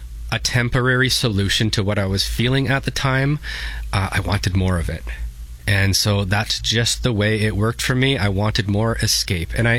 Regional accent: St. Catharines, Ontario, Canada; born or raised there

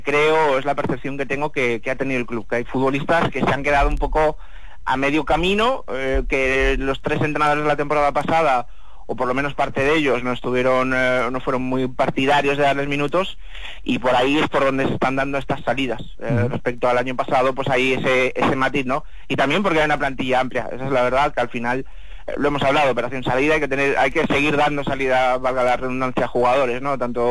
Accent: Galicia, Spain; Bueno, como buen gallego rojito, te diré que comparado con qué

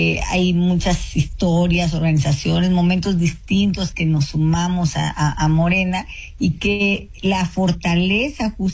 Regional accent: Guerrero, Mexico; yo soy parte del pueblo afromexicano, soy de la Costa Chica de Guerrero.

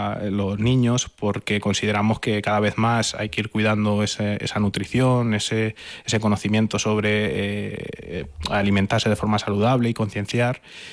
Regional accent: Castilla-La Mancha, Spain; Yo soy manchego

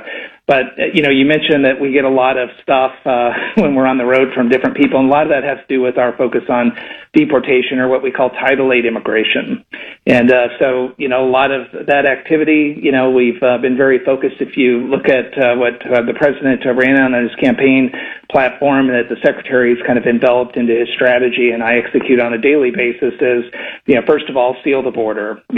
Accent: California, United States; I'm from California.

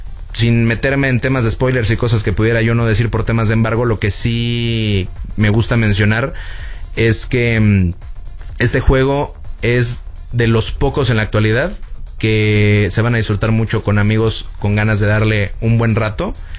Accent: Mexico; con nosotros como mexicanos.

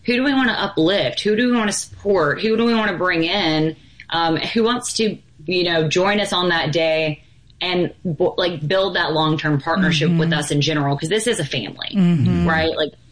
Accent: Jackson, United States; Like, I'm from Jackson. We went to Casey together.

